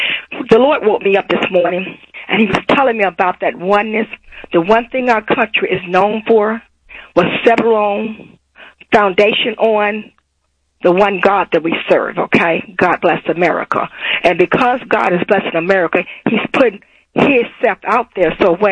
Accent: Wisconsin, United States; I'm from Wisconsin. The viewers are it.

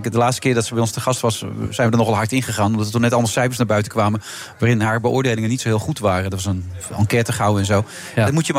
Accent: Leeuwarden, Friesland, Netherlands; Ik kom uit Leeuwarden, Leeuwarden.

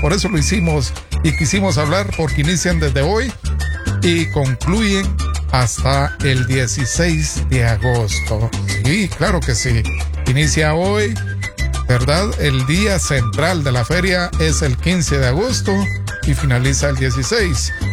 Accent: Ipala, Chiquimula, Guatemala; Ipala, mi pueblo

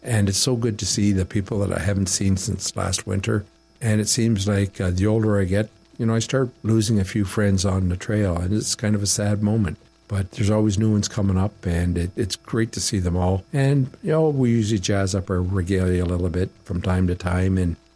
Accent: Sheshegwaning First Nation, Ontario, Canada; I'm Odawa. I come from Shishigwaning First Nation.

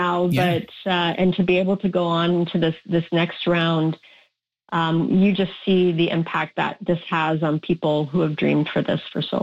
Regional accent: Winnipeg, Manitoba, Canada; moved away; although I left Winnipeg for a couple of decades, like growing up in Winnipeg, you know, this is the game that a lot of us play first.

